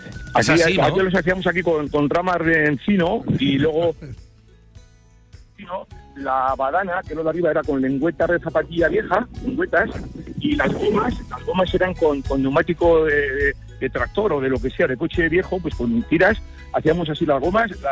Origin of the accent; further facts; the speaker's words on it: Villamayor de Monjardín, Navarre, Spain; esto empezó hace 40 años cuando en la fiesta de mi pueblo, de Villamayor de Monserrín, que es un pueblo chiquitito